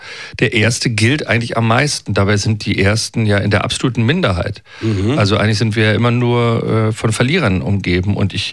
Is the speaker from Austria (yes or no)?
no; Berlin, Germany; Also, aber ich bin in West-Berlin geboren im Klinikum Steglitz, also in Steglitz und aufgewachsen.